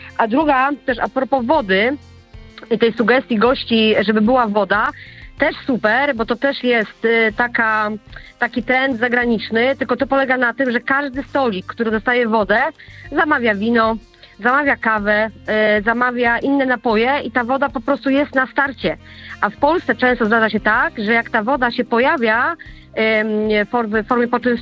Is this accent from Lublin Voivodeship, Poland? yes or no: no; Poznań, Greater Poland Voivodeship, Poland; ja jestem z Poznania, tych gości nadal aż tak dużo nie ma